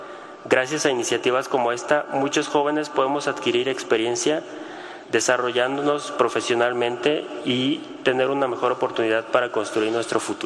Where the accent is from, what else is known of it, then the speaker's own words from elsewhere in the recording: Mérida, Yucatán, Mexico; moved away as an adult; now in Xalapa, Mexico; Yo soy originario de Mérida, Yucatán, pero hace un tiempo decidí venir aquí a Xalapa, ya que es una ciudad, con mucha actividad cultural y artística